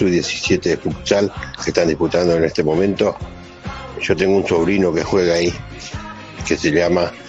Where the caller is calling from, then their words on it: Puerto Iguazú, Misiones, Argentina; de Puerto Iguazú, Misiones, Argentina.